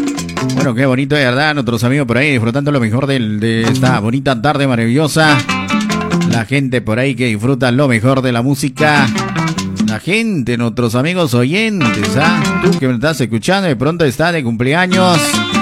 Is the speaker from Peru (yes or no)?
yes; Peru; Nacimos en el Perú, ¿eh? Nacimos en el Perú para ser peruanos